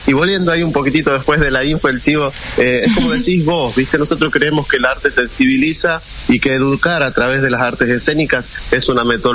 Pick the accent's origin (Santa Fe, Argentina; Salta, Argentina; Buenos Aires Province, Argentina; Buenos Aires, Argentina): Salta, Argentina; como argentinos y sobre todo como salteños.